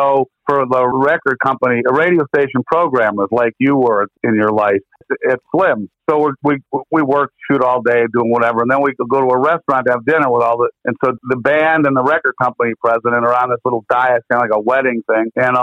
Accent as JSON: {"language": "English", "town": "Cleveland", "region": "Ohio", "country": "United States", "said": "And I just turned him and said, hey, man, I'm from Cleveland. Cleveland broke the … album, broke that tour."}